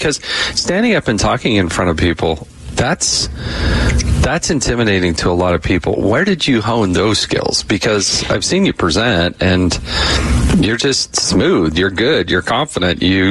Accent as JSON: {"language": "English", "region": "California", "country": "United States", "tie": "born or raised there", "also_born_or_lived": "Arizona / Utah", "said": "I can't say I had that problem when my growing up in California and Arizona, but in Utah"}